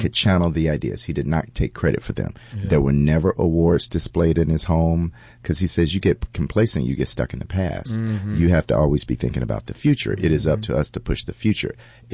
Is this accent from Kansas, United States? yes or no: no; Atlanta, Georgia, United States; I'm from Atlanta, Georgia.